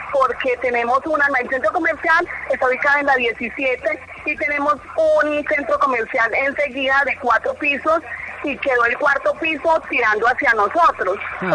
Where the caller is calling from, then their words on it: Pereira, Risaralda, Colombia; A ver, nosotros somos de Pereira. Estamos ubicados en la calle 17, en el comercio.